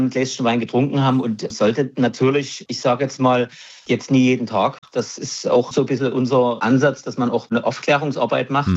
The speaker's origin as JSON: {"language": "German", "region": "Saxony", "country": "Germany", "said": "ich bin Sachse durch und durch"}